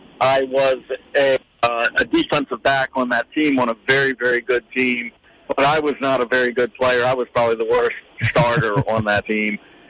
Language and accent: English; Baltimore, Maryland, United States; I grew up in Baltimore in a creative family, but, you know, a very standard middle-class family with my father and my mother.